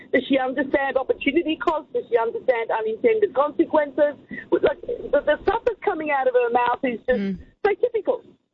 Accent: Australia; born there; also born or lived in Lebanon; I'm from Lebanon. I came out at the age of eight. Educated here. I've got kids who live here. My grandkids are all law-abiding. We're a grateful Australian.

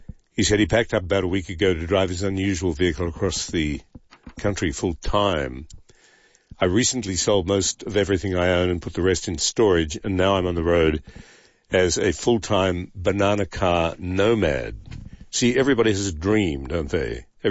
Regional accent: Melbourne, Victoria, Australia; I'm from Melbourne too, and exactly like Martin, I listen to 2GB all the time.

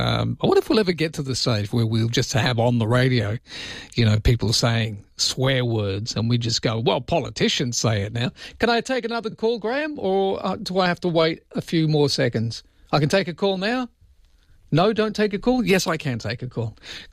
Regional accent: England, United Kingdom; now in Australia; Australia, obviously, because I live here and I love it. But it doesn't mean that I'm not English anymore.

